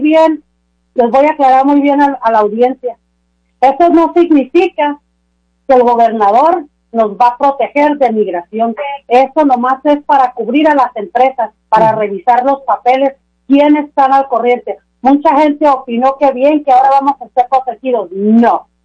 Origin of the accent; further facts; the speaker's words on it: Sinaloa, Mexico; now in Washington, United States; Sinaloa, así hablamos nosotros.